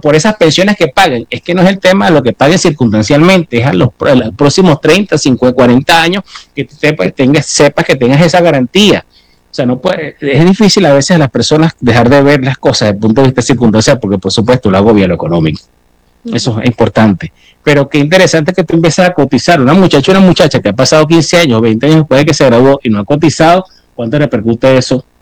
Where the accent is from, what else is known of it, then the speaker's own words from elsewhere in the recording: Venezuela; moved away; yo soy venezolano, yo migré, pero mis hijos nacieron en este país, o sea, ¿cómo me voy?